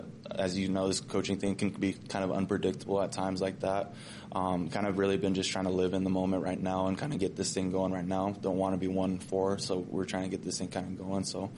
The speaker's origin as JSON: {"language": "English", "region": "Washington", "country": "United States", "tie": "born or raised there", "said": "I grew up on the Lummi Reservation and it was something a very part of, like, it's who I am and stuff like that."}